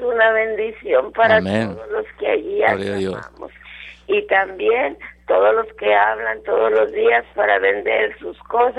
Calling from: Matamoros, Tamaulipas, Mexico; Le hablo de Matamoros.

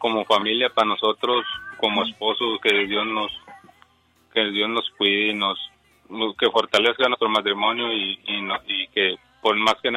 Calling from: Brownsville, Texas, United States; De aquí, de Brownsville, Texas.

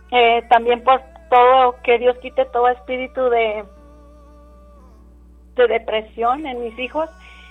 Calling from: Ohio, United States; Habla de Ohio.

